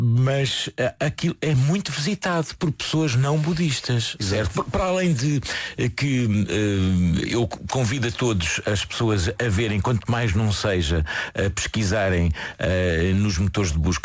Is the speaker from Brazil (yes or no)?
no; Portugal; Eu diria que Portugal, sendo português, é um sítio muito especial.